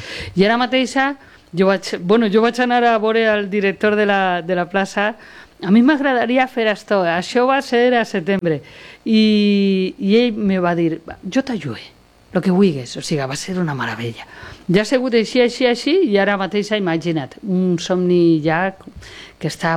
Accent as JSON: {"language": "Catalan", "town": "Orihuela", "region": "Valencian Community", "country": "Spain", "said": "que som d'Orihuela, d'Alacant"}